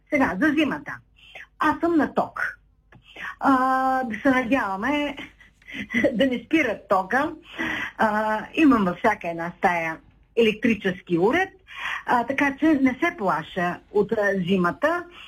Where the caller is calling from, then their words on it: Shumen, Shumen Province, Bulgaria; съм от Шумен.